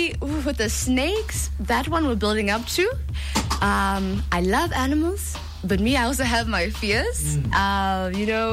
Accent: Botswana; And I grew up in Botswana, and even though my Setswana is, it's getting there, I'm learning Setswana.

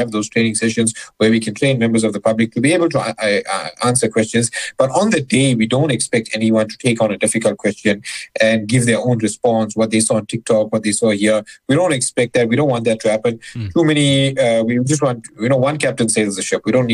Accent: Durban, KwaZulu-Natal, South Africa; specifically Northcliff, so that's in Johannesburg, and I'm from Durban, but I'll be flying up on Saturday morning just for this.

